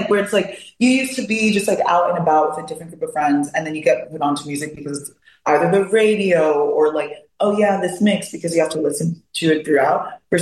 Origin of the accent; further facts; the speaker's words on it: Maryland, United States; I am originally from Maryland. My parents are Panamanian